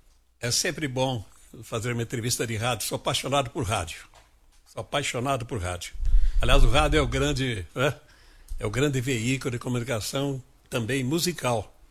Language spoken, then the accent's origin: Portuguese; Tuiuti, São Paulo, Brazil; born there; also born or lived in Bragança Paulista; Na verdade, eu sou registrado em Bragança Paulista e nasci ali em Tuiuti, que Tuiuti na época era a comarca de Bragança Paulista.